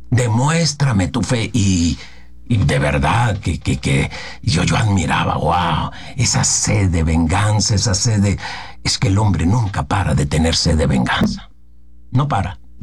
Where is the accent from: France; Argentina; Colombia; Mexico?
Mexico; como los mexicanos, que en ocasiones nos iluminan los extranjeros